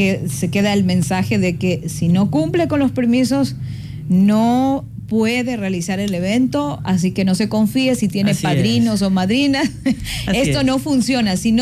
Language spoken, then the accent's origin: Spanish; Ecuador